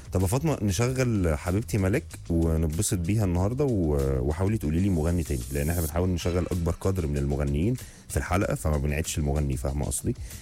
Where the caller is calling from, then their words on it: Alexandria, Alexandria Governorate, Egypt; من اسكندريه.